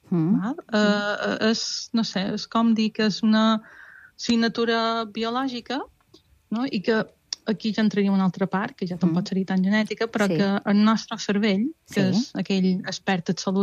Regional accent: Balearic Islands, Spain; jo veia gent i pensava, som mallorquins.

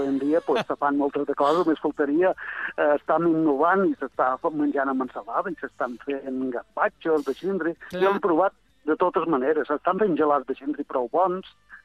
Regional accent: Sant Carles de Peralta, Balearic Islands, Spain; el meu poble, Sant Carlos

